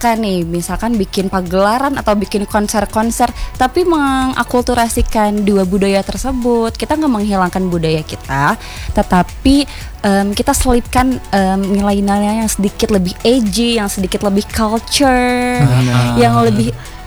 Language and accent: Indonesian; Bogor, West Java, Indonesia; born there; kita kan lahir di Bogor, di Kota Bogor